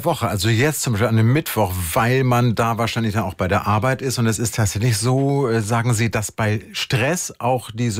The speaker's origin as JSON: {"language": "German", "region": "Lower Saxony", "country": "Germany", "said": "Da kann man ja als Niedersachse auch so ans Meer fahren"}